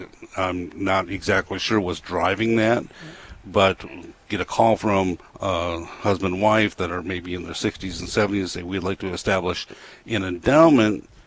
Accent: Moorhead, Minnesota, United States; born or raised there

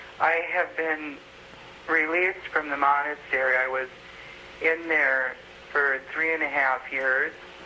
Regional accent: Holdingford, Minnesota, United States; I'm from Holdingford, Minnesota.

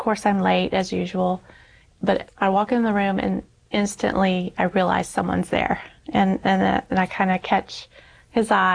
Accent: Alabama, United States; also born or lived in Louisiana; my dad had been transferred when my brothers were young. And we lived a total of 16 years in Alabama, where I was born. When we moved back to Louisiana

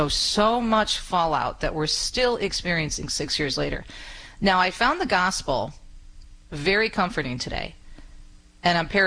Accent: Michigan, United States; about Catholic Charities suing my home state of Michigan

